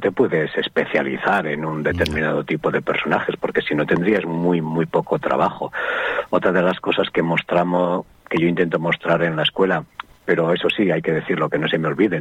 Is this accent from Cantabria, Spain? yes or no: yes; Castro Urdiales, Cantabria, Spain; Claro, yo soy de Cantabria, soy de Castrurdiales, y a través de unas personas pues me enteré que en el País Vasco